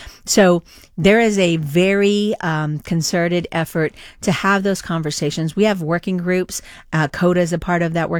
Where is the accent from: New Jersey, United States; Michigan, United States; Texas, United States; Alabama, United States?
Texas, United States; Dallas; moved away as an adult; also born or lived in Washington; now in Columbus, United States; I am originally from Dallas, Texas